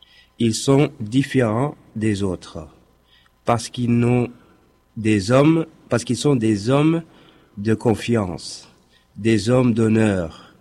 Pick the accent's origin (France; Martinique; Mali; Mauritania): Mauritania; moved away; comme l'a dit mon ami Hiver. Je suis mauritanien, donc du pays de la Mauritanie, qui est donc le pays des ethnies maures.